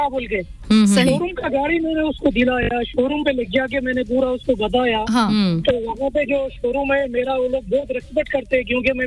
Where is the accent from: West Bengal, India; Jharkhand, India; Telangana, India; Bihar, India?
Telangana, India; Hyderabad; जैसे मैं किंगडम से आता हूँ Hyderabad you know Nizam state, तो वहाँ पर भी काफी सारे हम लोग का था